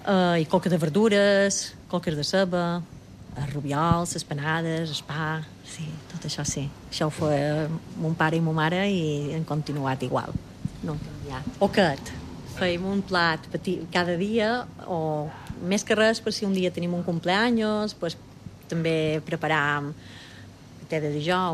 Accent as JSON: {"language": "Catalan", "town": "Calonge", "region": "Balearic Islands", "country": "Spain"}